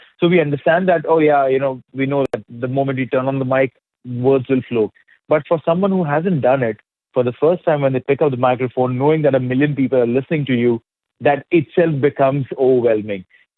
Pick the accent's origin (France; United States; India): India; Being an Indian